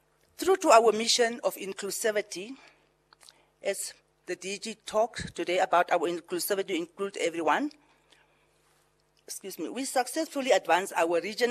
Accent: Omaheke, Namibia; also born or lived in Oshinene; we are going to my region. We are going to Maheke region, because I was born in Oshinene and grew up in Omongwa.

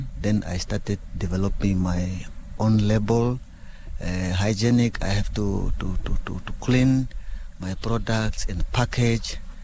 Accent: Kavango East, Namibia; So they collected us with my friends from each region. I was from Kavango East region.

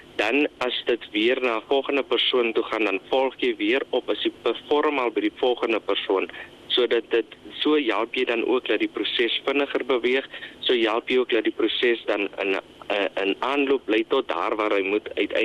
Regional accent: Namibia; ons as inwoners en as Namibiërs

